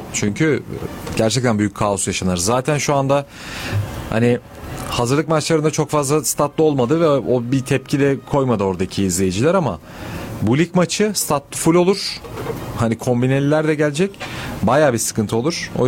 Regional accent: Gaziemir, İzmir, Turkey; Doğal yani, yoldan Gazemirliyim.

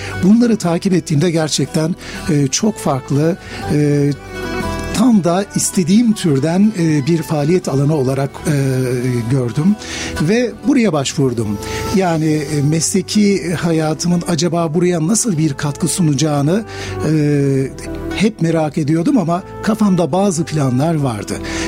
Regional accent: Malatya, Turkey; born or raised there; also born or lived in Ankara

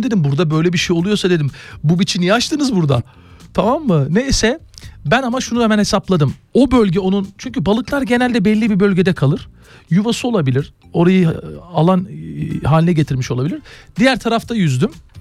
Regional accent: Istanbul, Turkey; born there; Benim de çocukluğum çok sert geçti ya. Beni Zeytinburnu günlerine götürme.

